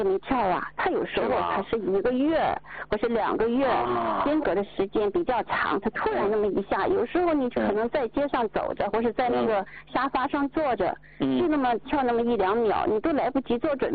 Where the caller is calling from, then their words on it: Yantai, Shandong, China; 我是来自山东烟台的哈。